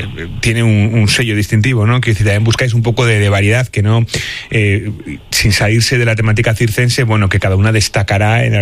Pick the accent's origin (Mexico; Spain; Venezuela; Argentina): Spain; León, Castile and León; para los que somos de León